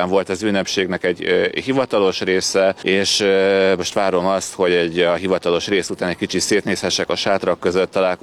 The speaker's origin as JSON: {"language": "Hungarian", "country": "Hungary", "said": "Magyarországi szlovákként az utóbbi időben végig részt vettem ezeken a rendezvényeken"}